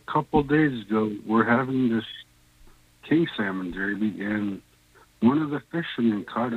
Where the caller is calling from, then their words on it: Angoon, Alaska, United States; I'm calling from Angoon.